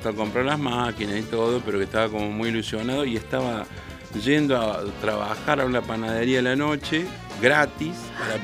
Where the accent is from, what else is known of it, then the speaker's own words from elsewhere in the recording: Argentina; Y ahora se viene el Mundial y somos más argentinos que nunca.